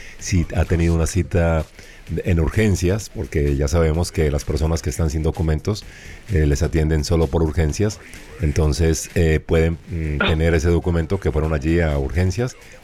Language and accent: Spanish; Colombia; como decimos popularmente en Colombia, de arrimado o de arrimada